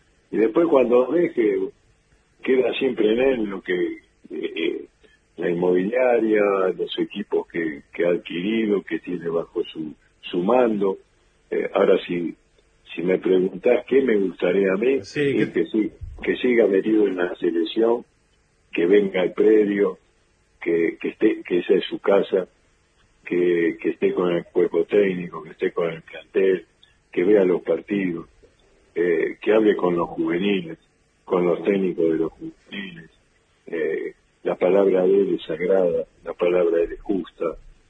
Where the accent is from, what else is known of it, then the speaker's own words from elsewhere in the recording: Buenos Aires, Argentina; me dicen que soy de la provincia. Claro. Siempre me dicen, bueno, vos no podés ser de Capital. Vos sos de Capital